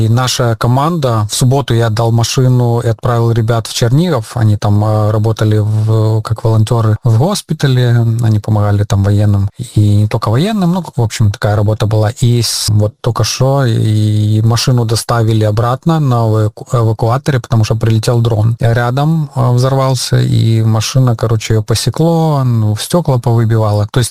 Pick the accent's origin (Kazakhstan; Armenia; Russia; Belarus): Belarus; now in Ukraine; я говорю, что я белорус, я как бы не украинец